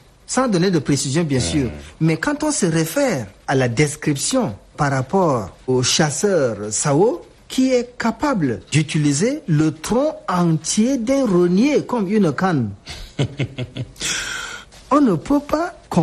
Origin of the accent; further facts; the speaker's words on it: Chad; en tant que Tchadien